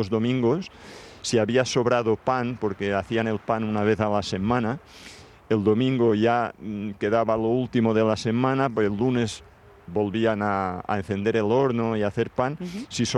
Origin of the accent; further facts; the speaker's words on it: Formentera, Balearic Islands, Spain; born there; Yo he nacido en esta isla, amo muchísimo mi tierra